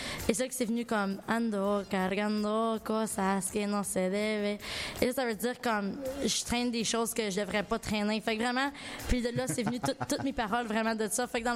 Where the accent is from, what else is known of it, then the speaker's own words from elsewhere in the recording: Victoria, British Columbia, Canada; now in Vancouver, Canada; moi, je suis une chanteuse qui vient originellement de Vancouver. Bien, originellement, je viens de Victoria, de l'île de Vancouver, mais présentement, je vis à Vancouver. Et je fais de la musique en espagnol et en anglais.